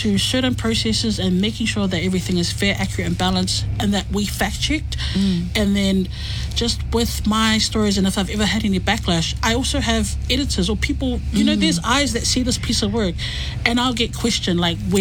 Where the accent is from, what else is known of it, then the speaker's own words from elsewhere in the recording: New Zealand; a Pacific woman, or growing up in New Zealand